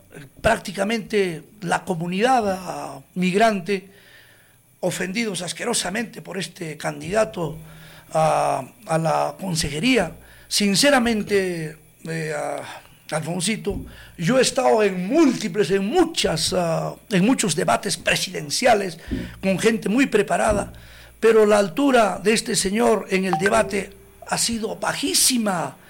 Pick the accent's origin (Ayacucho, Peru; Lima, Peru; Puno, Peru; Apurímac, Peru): Ayacucho, Peru; Coracora; moved away as an adult; yo he regresado a mi tierra, a mi querida Coracora